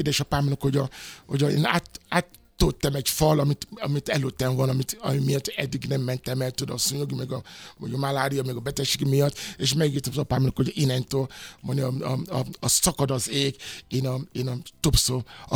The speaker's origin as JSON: {"language": "Hungarian", "country": "Nigeria", "second_language": "Hungarian", "moved": "yes", "lives_now": "Hungary", "said": "Yoruba, ugye? Yoruba, igen. Amikor otthon voltam"}